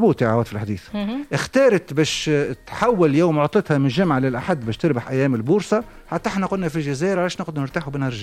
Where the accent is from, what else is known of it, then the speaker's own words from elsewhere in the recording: Tunisia; احنا في تونس